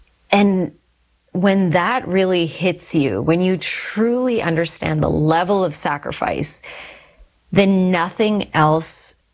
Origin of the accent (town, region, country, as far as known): Texas, United States; born or raised there; also born or lived in Calgary, Canada